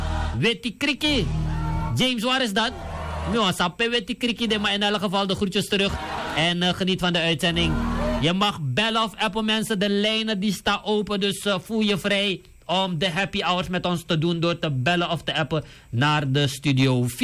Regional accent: Suriname; also born or lived in Curaçao; Ik ben Surinamer, maar ik ben ook heel lang op Curaçao. Ik heb ook heel lang op Curaçao gewoond.

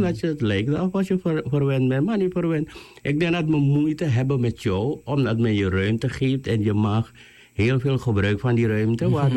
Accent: Suriname; Ik ben een Surinamer, van Maron afkomst.

